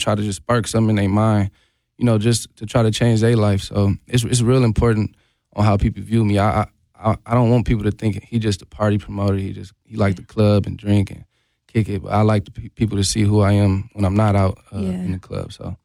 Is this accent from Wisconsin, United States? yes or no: yes; Milwaukee, Wisconsin, United States; also born or lived in California / Texas; I'm from Milwaukee. I'm like, oh, I'm from Milwaukee.